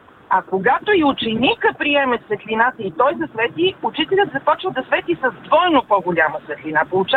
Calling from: Sofia, Sofia City, Bulgaria; съм от София.

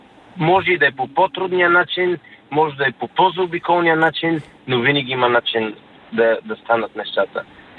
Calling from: London, United Kingdom; съм от Лондон.

